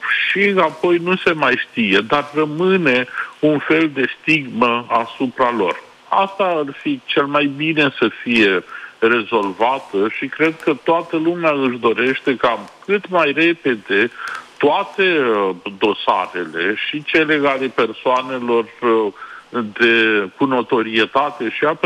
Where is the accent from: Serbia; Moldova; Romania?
Romania; Iași, Iași County; ca ieșean născut și crescut, este și o bună oportunitate să vizitezi Iași.